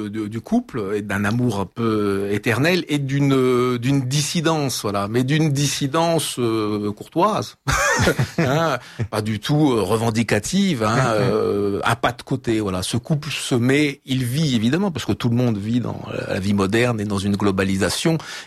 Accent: Bourges, Centre-Val de Loire, France; now in Paris, France; Moi, je suis un petit berrichon, un berruyer. Je suis né à Bourges.

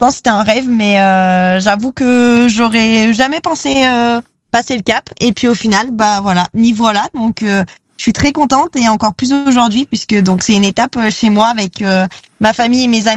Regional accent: Brioude, Auvergne-Rhône-Alpes, France; Exactement, oui. Enfin, je suis originaire de Brioude, donc pas très très loin du Luron.

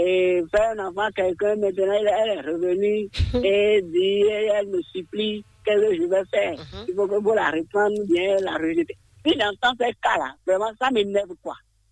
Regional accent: Porto-Novo, Ouémé, Benin; Moi, je suis natif de Port-Novo, le royaume de Port-Novo.

